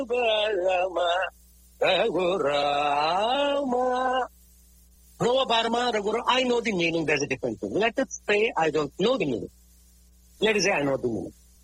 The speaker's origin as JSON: {"language": "English", "region": "Karnataka", "country": "India", "first_language": "Kannada", "second_language": "English", "said": "I'm a Kannada. My mother tongue is Kannada."}